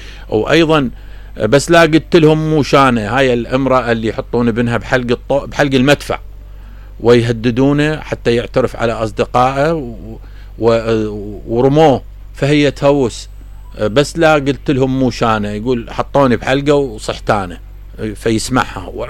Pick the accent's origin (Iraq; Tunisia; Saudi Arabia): Iraq; احنا كعراقيين